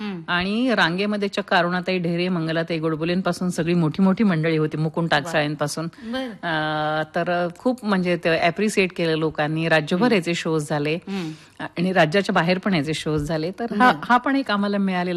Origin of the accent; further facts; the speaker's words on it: Latur, Maharashtra, India; moved away as an adult; also born or lived in Aurangabad / Mumbai / Goa / Satara; माझं सगळं बालपण लातूरला गेलं, मराठवाड्यात. पोस्ट ग्रॅज्युएशन मी औरंगाबादला केलं आणि करिअर सगळं मुंबईत केलं. पण मधल्या काळात आमच्या पोस्टिंग वेगवेगळ्या ठिकाणी होत गेल्या. काही काळ आम्ही गोव्यात होतो, काही काळ साताऱ्याला होतो, काही काळ पुण्यात होतो